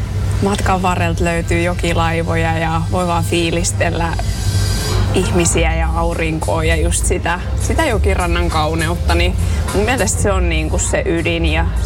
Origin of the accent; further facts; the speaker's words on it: Raisio, Southwest Finland, Finland; Mä oon siis itse Raisiosta ja asunutkin siellä aina, mutta mä oon itse asiassa päivätöissä täällä Turun keskustassa, pankissa.